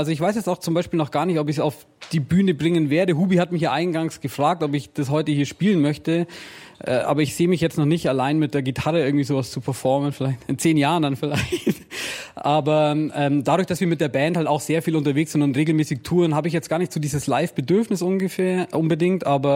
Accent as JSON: {"language": "German", "town": "Fischen", "region": "Bavaria", "country": "Germany", "tie": "born or raised there", "accent": "Allgäu dialect", "first_language": "Allgäu dialect (German)", "moved": "as an adult", "lives_now": "Nuremberg, Germany", "said": "ich komme aus einem Dorf in der Nähe von Oberstdorf. Fischen heißt es. Oberstdorf ist vielleicht den Leuten im Begriff wegen dem Skispringen. Genau, da bin ich aufgewachsen. Bis ich 22 war, habe ich dort gelebt, bin dann nach Nürnberg gezogen"}